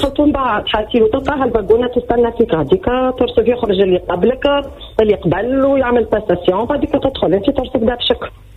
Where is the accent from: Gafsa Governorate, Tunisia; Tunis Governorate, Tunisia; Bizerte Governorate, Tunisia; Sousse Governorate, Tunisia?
Bizerte Governorate, Tunisia; Menzel Bourguiba; born there; تولدت في بورقيبة.